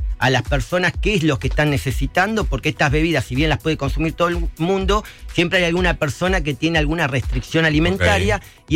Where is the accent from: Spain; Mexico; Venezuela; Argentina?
Argentina; La Plata, Buenos Aires Province; Soy de La Plata